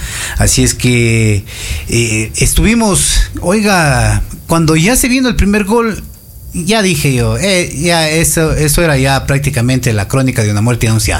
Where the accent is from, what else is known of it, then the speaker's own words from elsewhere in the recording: Ecuador; prácticamente estaba apostando contra la selección, así me digan que no soy ecuatoriano